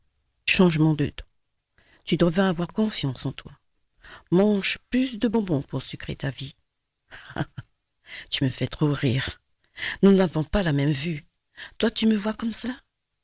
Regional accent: French Guiana; beaucoup de zouk, puisque je suis guyanaise.

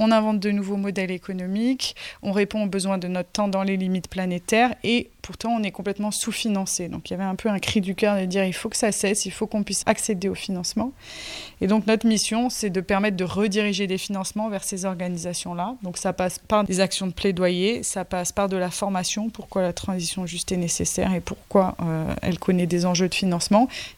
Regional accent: Provence-Alpes-Côte d'Azur, France; also born or lived in London / Compiègne / Paris; now in Longueuil-Sainte-Marie, France; Alors moi, je suis originaire des Alpes de Haute-Provence, sur les terres de Jean Giono. Je suis arrivée dans la commune il y a maintenant presque 5 ans, donc c'est effectivement assez récent. J'ai été longtemps à l'étranger, près de 12 ans, et plus récemment à Londres

